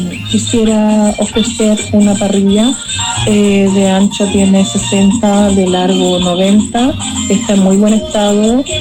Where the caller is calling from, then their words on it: Hualpén, Biobío, Chile; Soy de Hualpén.